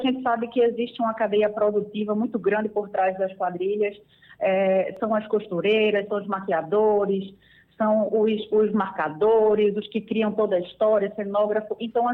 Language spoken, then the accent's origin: Portuguese; Northeast Region, Brazil; now in Pojuca, Brazil; Somos nordestinos, amamos a nossa cultura